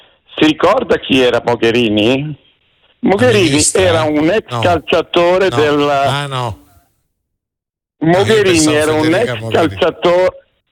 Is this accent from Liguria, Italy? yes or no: yes; Genoa, Liguria, Italy; io sono genovese e c'ho la casa che mi ha lasciato mia mamma.